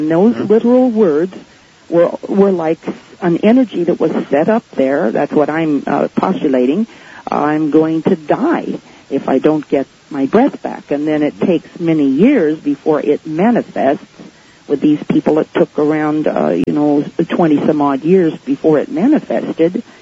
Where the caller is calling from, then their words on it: Pasadena, California, United States; from Pasadena